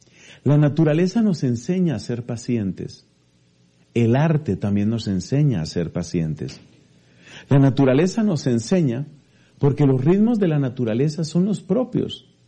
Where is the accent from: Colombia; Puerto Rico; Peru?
Colombia; en mi país, en Colombia